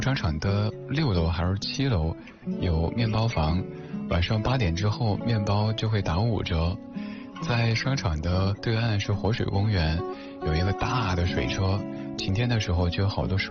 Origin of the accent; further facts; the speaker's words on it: Chengdu, Sichuan, China; 我的家乡成都冬天其实不温暖，虽然说是一个南方城市，但是冬天是湿冷的感觉。